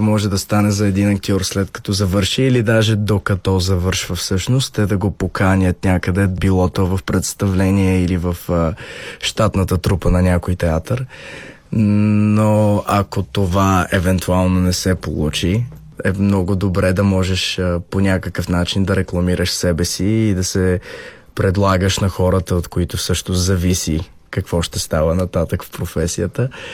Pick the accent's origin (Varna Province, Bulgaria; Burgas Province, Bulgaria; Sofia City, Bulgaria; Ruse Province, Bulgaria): Burgas Province, Bulgaria; Burgas; тъй като аз съм от Бургас